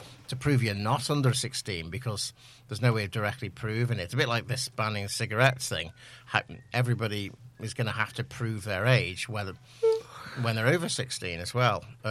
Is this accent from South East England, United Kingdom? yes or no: yes; South East England, United Kingdom; I'm 49. I'm from Oxfordshire